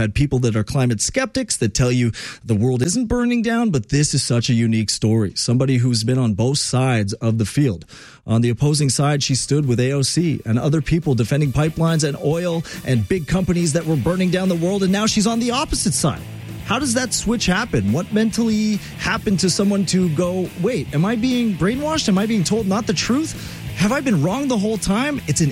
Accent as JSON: {"language": "English", "region": "Quebec", "country": "Canada", "tie": "born or raised there", "moved": "yes", "lives_now": "Toronto, Canada", "said": "I grew up in Quebec. It's largely French Canadian."}